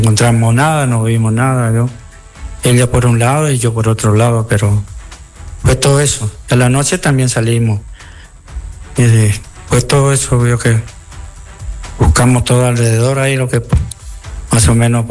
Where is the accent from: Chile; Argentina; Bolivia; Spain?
Argentina; now in Paraje Algarrobal, 9 de Julio, Argentina; No, señor, no, yo fui de Gocha, soy de Gocha.